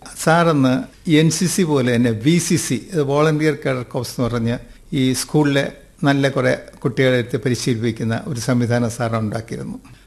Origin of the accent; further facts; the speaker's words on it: Pala, Kerala, India; ഞാൻ ജനിച്ചു വളർന്നത് പാലായിലാണ്. കായിക മേഖലയ്ക്കും കാർഷിക മേഖലയ്ക്കും ഏറ്റവും വലിയൊരു സംസ്കാരം ഉള്ള ഒരു പ്രദേശം കേരളത്തിലെ smallest university, I mean municipality ആയിരുന്നു, മീനച്ചിലാറിൻ്റെ കരയിൽ.